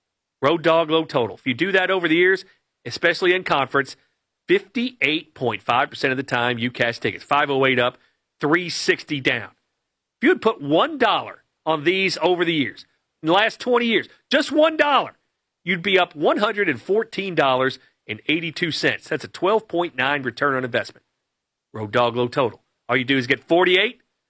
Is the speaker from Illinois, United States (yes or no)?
no; Lexington, Kentucky, United States; I am from Lexington, Kentucky, and I am a little biased because I grew up in a college basketball haven.